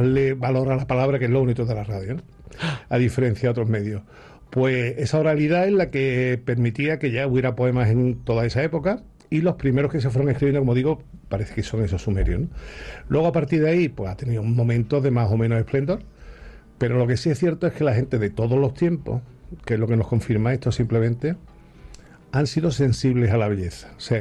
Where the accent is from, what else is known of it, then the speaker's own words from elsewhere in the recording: Andalusia, Spain; Nosotros, como andaluces que somos y donde vivimos, tenemos la suerte de que nuestra tierra ha sido una tierra de grandes poetas.